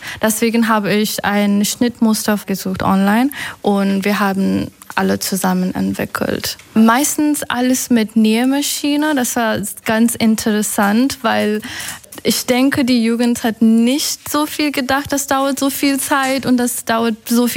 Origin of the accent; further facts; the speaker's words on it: Nepal; German is a second language; moved away as an adult; now in Germany; ich komme aus Nepal. Ich bin in Deutschland seit 2019